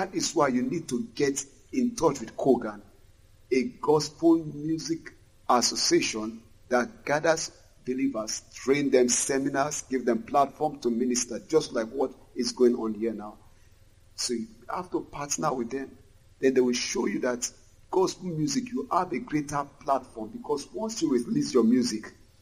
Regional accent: Lagos, Nigeria; The moment I got to the gate, I said, I'm the artist from Lagos.

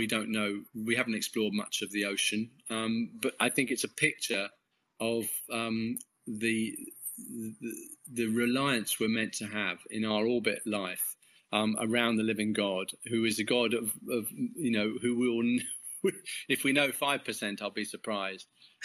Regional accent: England, United Kingdom; I'm English.

